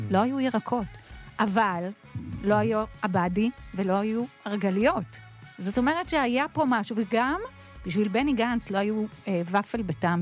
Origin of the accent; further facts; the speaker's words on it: Israeli periphery, Israel; אצלנו בפריפריה